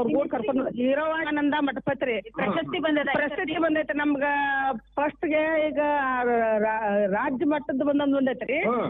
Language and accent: Kannada; Ramdurg, Karnataka, India; ರಾಮದರ್ ತಾಲೂಕು ರೀ, ಬೆಳಗಾವಿ ಜಿಲ್ಲಾ ರಾಮದರ್ ತಾಲೂಕು ರೀ. ಮುದಕವಿ